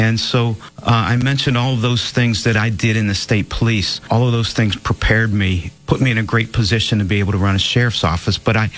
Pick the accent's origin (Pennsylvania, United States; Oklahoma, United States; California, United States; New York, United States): Pennsylvania, United States; Aliquippa; born and raised in Beaver County, grew up in Aliquippa, middle-class parents, went to Catholic school for 12 years